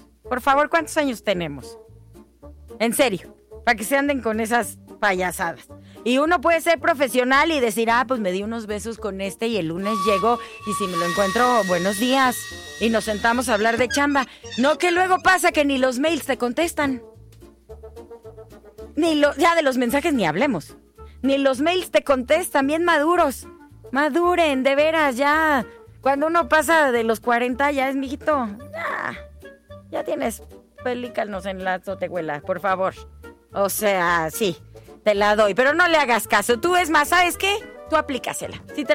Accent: Guadalajara, Jalisco, Mexico; moved away; está allá por mi tierra, allá con ustedes en Guadalajara.

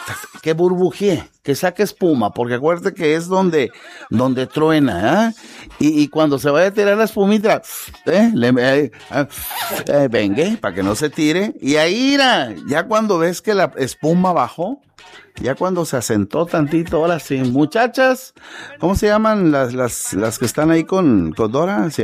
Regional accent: Mexico; yo soy de ahí de Tapeces

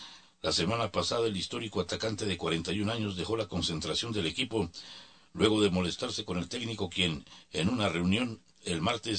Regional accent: Mexico; así somos los mexicanos.

